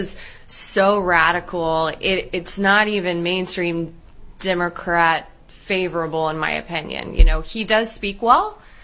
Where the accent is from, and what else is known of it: Round Rock, Texas, United States; born or raised there